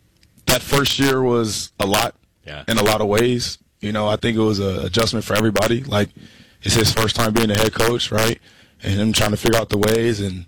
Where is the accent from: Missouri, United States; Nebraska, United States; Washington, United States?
Nebraska, United States; Omaha; I'm a kid from Omaha, Nebraska. Went to middle school and high school there. Went to Omaha Burke.